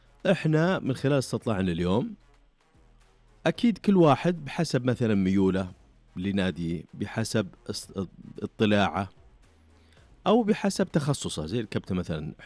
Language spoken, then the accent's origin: Arabic; Saudi Arabia; الهدف اللي سجله قدام الأرجنتين ترك بصمة كبيرة محليا على أقل تقدير عندنا في السعودية